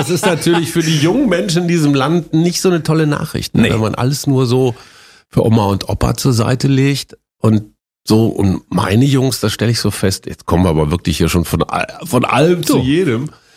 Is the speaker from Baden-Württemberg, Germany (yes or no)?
no; Münster, North Rhine-Westphalia, Germany; born or raised there